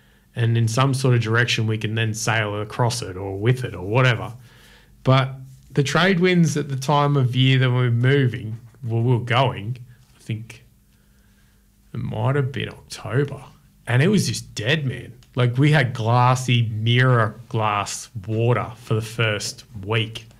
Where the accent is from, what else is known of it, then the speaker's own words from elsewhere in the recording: Sydney, New South Wales, Australia; and keep going south because I come from Sydney.